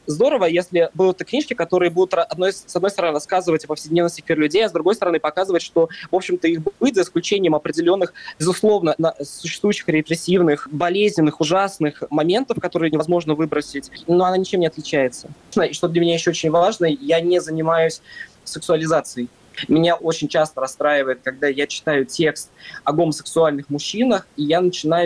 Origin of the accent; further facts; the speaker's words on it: Russia; moved away as an adult; now in Germany; Я уехал из России 3 января этого года, и поэтому я в Германии уже 7 месяц.